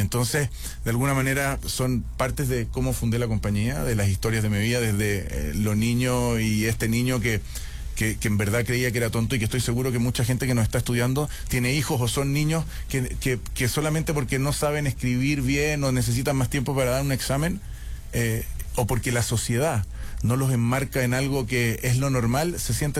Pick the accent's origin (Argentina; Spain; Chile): Chile; also born or lived in Israel; somos inmigrantes, mi madre viene de Marruecos, mi padre de Alemania, yo nací en Israel, o sea, olvídate, habíamos llegado a Chile, ¿a qué colegio me voy?